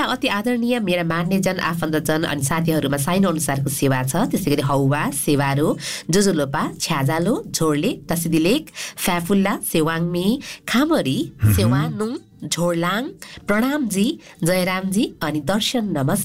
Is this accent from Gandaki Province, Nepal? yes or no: yes; Putalibazar, Gandaki Province, Nepal; born there; now in Kathmandu, Nepal; म सानो हुँदाखेरि हामी चाहिँ स्याङ्जाको सदरमुकाममा बस्थ्यौँ दाजु है काठमाडौँ आउनुभन्दा अगाडि